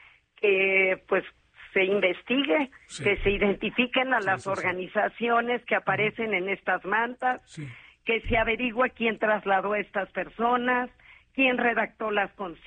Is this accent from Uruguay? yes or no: no; Mexico; los judíos somos mexicanos de 3 y 4 generaciones atrás